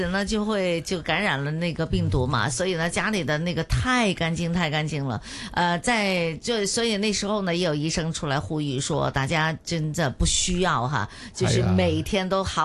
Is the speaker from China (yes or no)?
yes; China; 真的，我们小时候、我在国内长大，我们小时候都是这样。